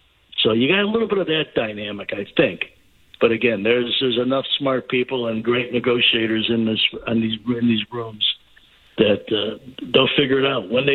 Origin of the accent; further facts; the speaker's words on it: Chicago, Illinois, United States; They've been special since I was a little kid, growing up in Chicago.